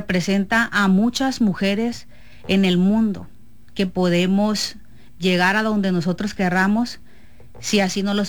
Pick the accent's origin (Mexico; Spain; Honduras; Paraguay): Mexico; Estación Dimas, Sinaloa; mi municipio, Barras de Piastla, pues está muy cerca de Estación Dimas, del pueblo de donde yo soy, sí, era un es costeño